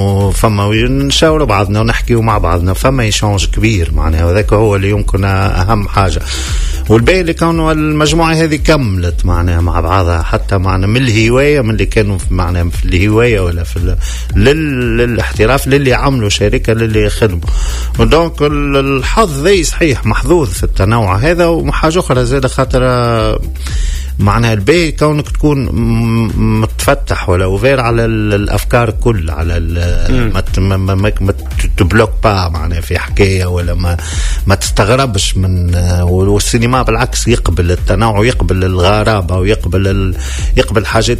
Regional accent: Tunisia; الساعة السينما اللي عندنا في تونس متنوعة

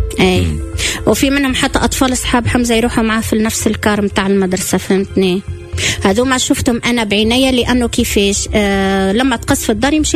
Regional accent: Tunisia; now in Gaza, Palestine; اني تونسيه

